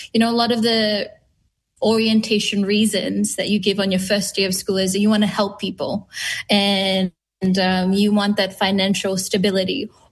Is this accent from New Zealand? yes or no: no; Nekorokoro, Eastern Division, Fiji; my Vasu link, I am from Nekorokoro in the Tikina of Sanima in Kandavu. So, Southern girl at heart, representing the North.